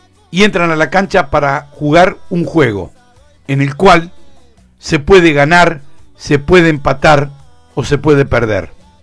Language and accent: Spanish; Argentina; quería opinar como argentino, como aficionado al fútbol.